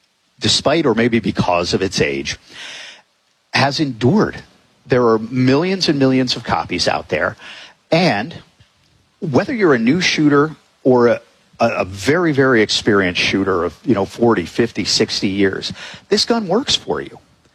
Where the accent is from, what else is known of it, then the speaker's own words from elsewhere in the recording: Connecticut, United States; moved away as an adult; now in Arizona, United States; I grew up in Connecticut, but I went to Gunsight shortly after I moved out here to Arizona in 2003.